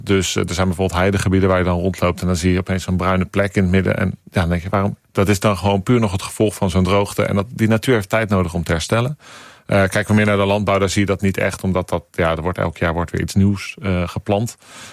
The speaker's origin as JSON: {"language": "Dutch", "country": "Netherlands", "said": "Dus daar moeten wij als Nederlander ook een acceptatie voor gaan ontwikkelen."}